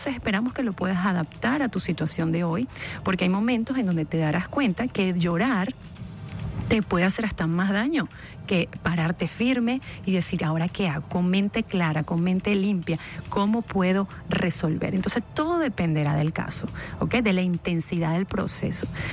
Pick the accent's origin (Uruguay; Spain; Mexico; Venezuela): Venezuela; Y como venezolanos respondimos a eso.